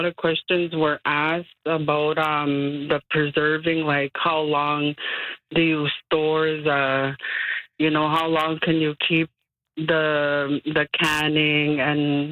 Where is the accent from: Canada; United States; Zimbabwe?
Canada; Goodfish Lake, Alberta; Yes, because we grew up, you know, well, I'm originally from Goodfish Lake, mm-hmm. Alberta.